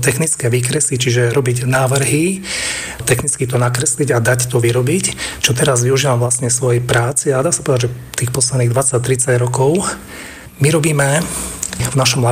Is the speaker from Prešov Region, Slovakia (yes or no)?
yes; Stará Ľubovňa, Prešov Region, Slovakia; now in Košice, Slovakia; A ten život v Starej Ľubovni a to moje detstvo bolo zaujímavé tým, že moja mama pochádza z 8 detí a aj otec z 8 detí.